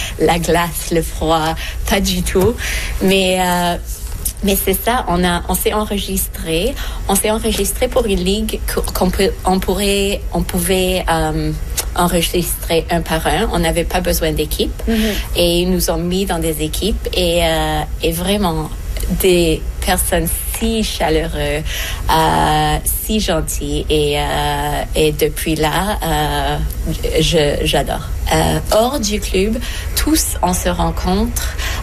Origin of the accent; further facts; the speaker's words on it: Montreal, Quebec, Canada; born there; je suis née au Québec, à Montréal. Ma famille est d'origine égyptienne et j'étais réfugiée